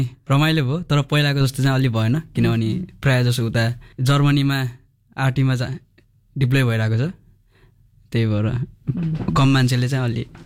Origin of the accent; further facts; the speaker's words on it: Kohalpur, Lumbini Province, Nepal; मेरो घर नेपालगञ्ज दिदी